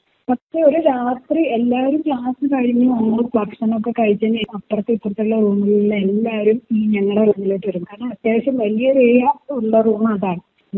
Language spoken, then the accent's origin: Malayalam; Kozhikode, Kerala, India; എന്റെ നാട് കോഴിക്കോടാണെങ്കിൽ കൂടെ അവിടെയാണെങ്കിലും ഭയങ്കര ചൂടും കാര്യങ്ങളൊക്കെയാണ്.